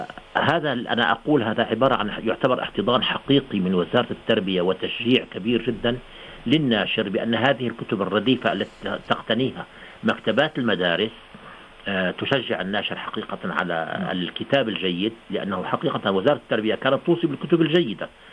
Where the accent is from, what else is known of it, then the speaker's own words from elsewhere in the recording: Syria; عندنا في سوريا نسميها المعاهد، عندكم كليات مجتمع متوسطة.